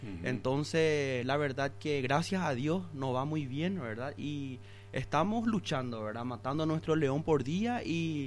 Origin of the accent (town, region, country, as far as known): Paraguay